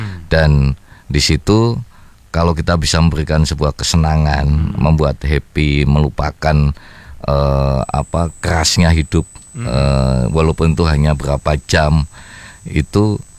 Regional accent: Surakarta, Central Java, Indonesia; karena saya dari Solo, saya kan seminggu sekali kan ke Jakarta kan.

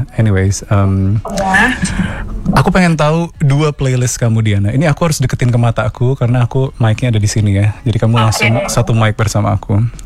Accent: Bali, Indonesia; aku juga orang Bali ya

